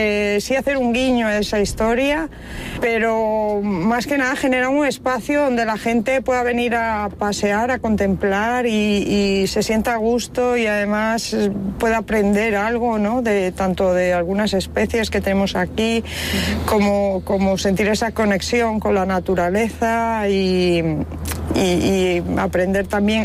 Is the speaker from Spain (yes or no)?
yes; Baiona, Galicia, Spain; Yo soy de Bayona, entonces hay aquí como muchos condicionantes que confluyen en el mural.